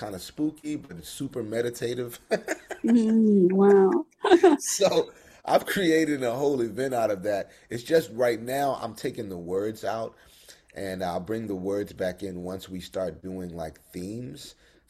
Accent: Washington, District of Columbia, United States; And so I'm from Washington DC, Southeast Washington DC. I grew up in the African Center schools in DC, like Watoto and that community Nation House Positive Action Center.

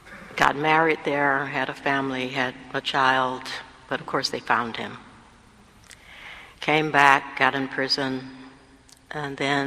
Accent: the South, United States; I grew up in the South where every white man was just like Donald Trump.

